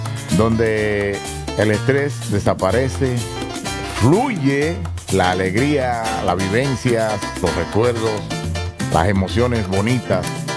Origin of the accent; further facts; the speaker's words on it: Samaná, Dominican Republic; now in New York, United States; Voy un brinco a Samaná, a mi tierra querida